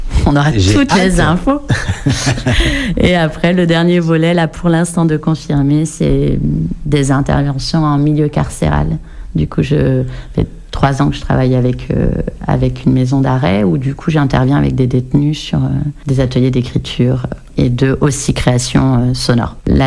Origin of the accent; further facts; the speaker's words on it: Nouvelle-Aquitaine, France; parce que moi je viens du Pays Basque en fait